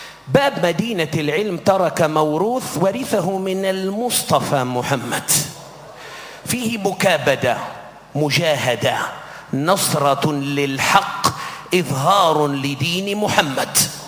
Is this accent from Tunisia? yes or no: yes; Tunisia; يسوقنا نحن اليوم من تونس